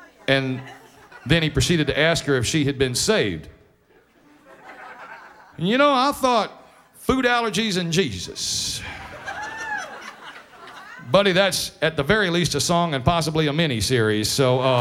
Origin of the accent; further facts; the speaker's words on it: South Carolina, United States; my home state of South Carolina